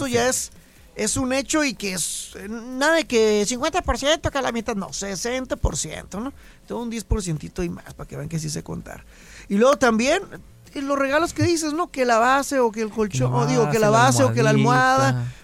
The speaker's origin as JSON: {"language": "Spanish", "country": "Mexico", "said": "como mexicanos que somos, o bueno, como en Chicali"}